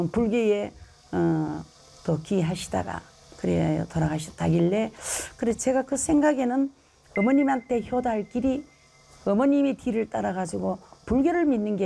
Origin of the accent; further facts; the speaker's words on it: Cheongsong, North Gyeongsang, South Korea; moved away as an adult; now in Pohang, South Korea; 저는 청송이고 여기는 포항인데